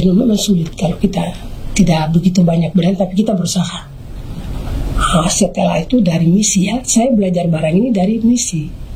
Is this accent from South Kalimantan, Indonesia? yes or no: no; Southwest Papua, Indonesia; Karena itu kain utama untuk kami orang Mebrat.